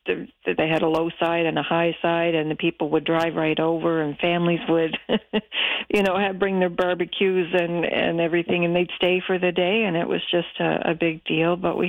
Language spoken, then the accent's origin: English; Dominion, Nova Scotia, Canada; moved away as an adult; now in New Waterford, Canada; I grew up in Dominion in the best of times. We had just the best little community. Went to McDonald High School, and it's just a beautiful place to be and a beautiful place to live